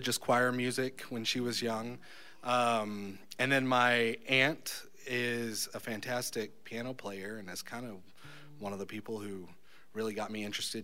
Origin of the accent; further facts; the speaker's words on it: Houston, Texas, United States; I grew up in Texas